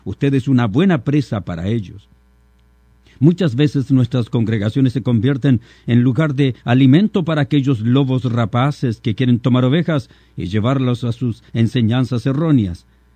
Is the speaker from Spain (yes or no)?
no; Chile; las paradas militares en mi país el 18 de septiembre en Chile o el 21 de mayo.